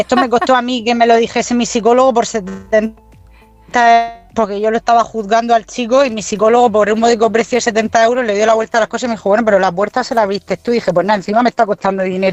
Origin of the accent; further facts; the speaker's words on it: Region of Murcia, Spain; Pero soy murciana, soy murciana.